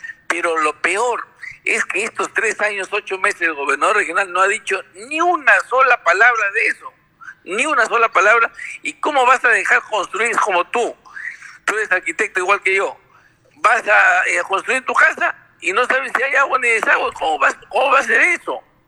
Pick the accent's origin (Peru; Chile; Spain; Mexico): Peru; Lambayeque; mejorar las condiciones de nuestra región Lambayeque